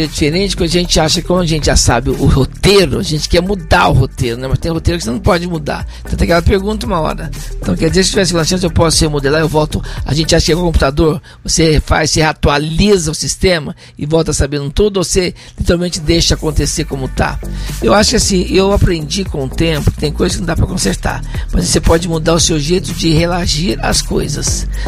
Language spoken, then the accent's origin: Portuguese; Poços de Caldas, Minas Gerais, Brazil; moved away as an adult; also born or lived in São Paulo; Eu fui criado em Posto de Caldas dos 8 anos em diante.